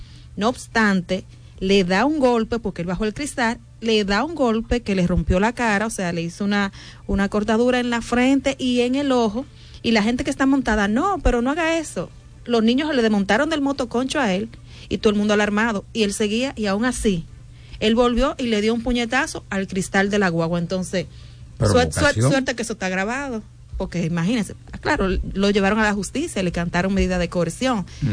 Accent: Dominican Republic; nosotros mismos como dominicanos

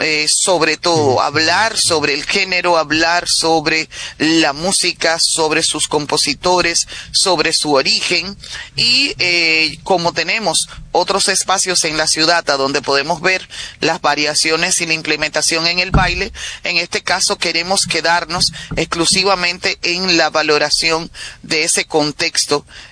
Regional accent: Santiago de los Caballeros, Santiago, Dominican Republic; nosotros como dominicanos y santiagueros

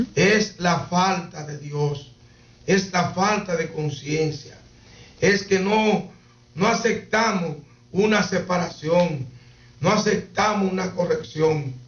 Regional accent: Tamboril, Santiago, Dominican Republic; Tamboril es mi pueblo natal.

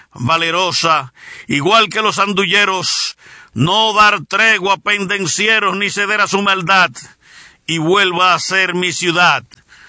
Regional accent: Santiago de los Caballeros, Santiago, Dominican Republic; Como en Santiago nací, soy un simple cibaeño, un provinciano risueño, dichoso de ser así. En esta tierra crecí, entre sus montes y ríos, caminos y caseríos

